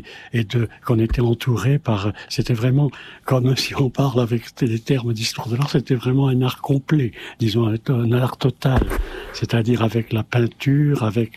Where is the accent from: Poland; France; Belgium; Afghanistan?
France; Bordeaux, Nouvelle-Aquitaine; Parce que je suis bordelais à l'origine.